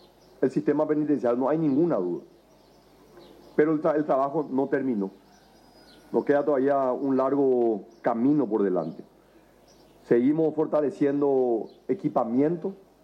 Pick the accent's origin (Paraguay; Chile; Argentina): Paraguay; como paraguayo me siento profundamente agradecido y orgulloso